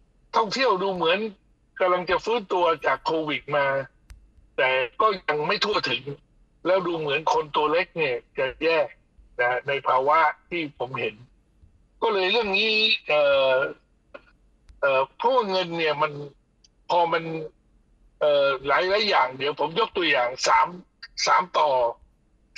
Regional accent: Phuket, Thailand; ภูเก็ตเนี่ยผมเป็นบ้านเกิดผมนะ

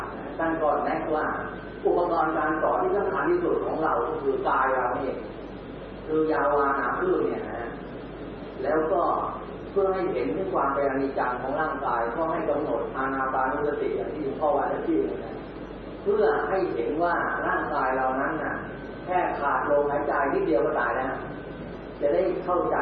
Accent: Suphan Buri, Thailand; ผมเป็นลูกศิษย์วัดบ้านผมอยู่สุพรรณผมพ่อมาฝากวัดไว้ที่วัด

